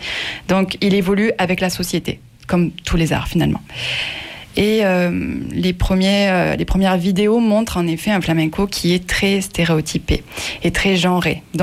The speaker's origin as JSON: {"language": "French", "area": "Larzac", "region": "Occitanie", "country": "France", "also_born_or_lived": "Seville", "moved": "yes", "said": "moi, je viens du Larzac, je suis avéronaise, j'ai aucune origine espagnole ni gitane, je ne peux pas l'inventer. J'ai un nom qui n'a aucune sonorité espagnole."}